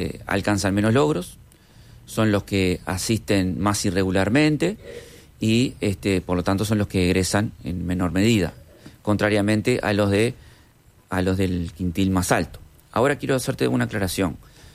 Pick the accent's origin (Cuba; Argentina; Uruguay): Uruguay; en realidad venimos del Uruguay, ¿no?